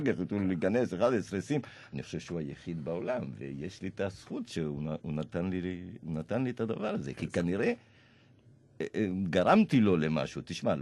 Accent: Argentina; now in Israel

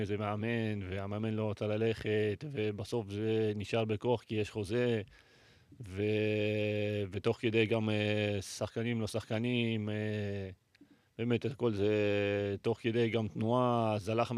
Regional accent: Nof HaGalil, Northern District, Israel; born there; עליתי לארץ בשנת 2000, אני... ב-2001 ישר הגעתי לנוף הגליל, לילדים בית ספר כדורגל, משם כאילו המשכתי את הכל, אתה יודע, כמו שאתה אומר, גם גדלתי ברחובות שם בנוף הגליל

